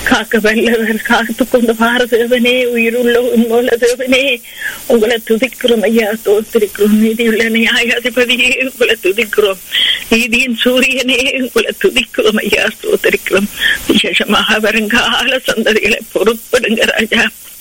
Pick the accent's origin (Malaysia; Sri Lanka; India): Sri Lanka; moved away; நாங்க பிறந்து வளர்ந்த தேசமாகிய இலங்கை தேசத்துக்காக, அந்த அழகிய தீவுக்காக